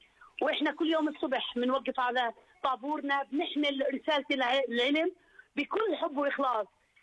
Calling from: Jordan; إحنا عايشين في ظل الرأي الهاشمية

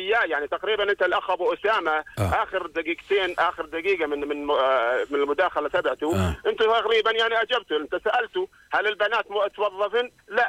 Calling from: Jordan; احنا كمواطنين اردنيين

